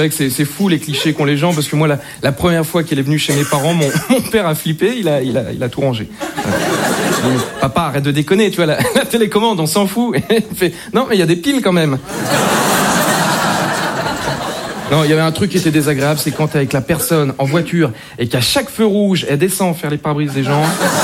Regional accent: Île-de-France, France; parce que j'aime bien les Moritos, je viens de Seine-et-Marne.

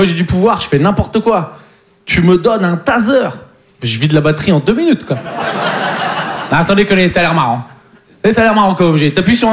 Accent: Poitiers, Nouvelle-Aquitaine, France; Mais bon, en plus, je viens de Poitiers, donc il faut s'occuper.

